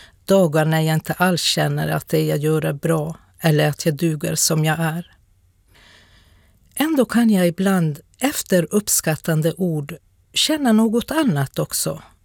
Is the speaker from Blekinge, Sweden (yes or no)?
no; Norrbotten County, Sweden; Där jag växte upp, i min lilla hemby i norra Tornedalen